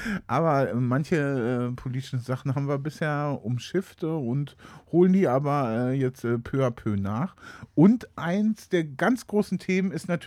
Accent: West Germany, Germany; Ich komme ja aus dem Westen

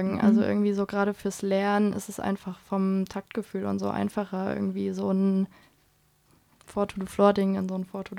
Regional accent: Weimar, Thuringia, Germany; Ich komme aus Weimar und Erfurt ist quasi direkt um die Ecke

